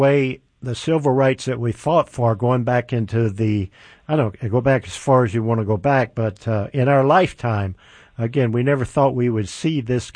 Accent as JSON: {"language": "English", "region": "Deep South", "country": "United States", "tie": "born or raised there", "said": "I grew up in the Deep South, and I have seen what segregation looks like."}